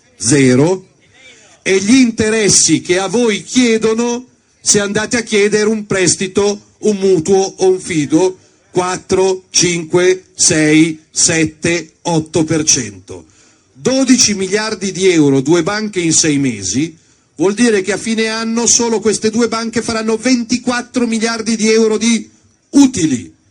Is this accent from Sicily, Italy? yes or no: no; Lombardy, Italy; chi c'è dalla mia Lombardia? Un applauso ai lombardi che vengono in vacanze in Romagna.